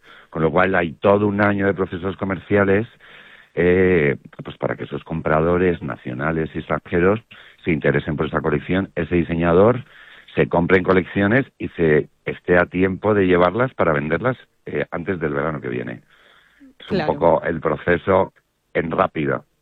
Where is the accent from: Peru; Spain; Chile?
Spain; nosotros como españoles